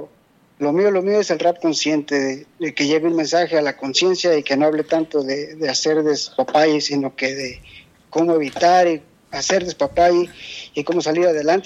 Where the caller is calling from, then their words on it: Michoacán, Mexico; yo soy del Merito Marijo, oiga, es un ranchito pegadito aquí a Guandacareo, frontera con Guandacareo, pero yo pertenezco a Chucándero. Mi rancho se llama El Marijo y es frontera con Guandacareo.